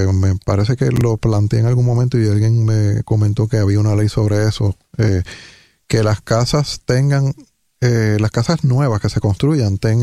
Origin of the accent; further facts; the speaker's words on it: San Juan, Puerto Rico; now in San Lorenzo, Puerto Rico; Todo el que alguna vez vivió en Villa Palmera o en esa zona, yo viví en esa zona. Vivo en San Lorenzo hace tiempo, pero yo soy de acá.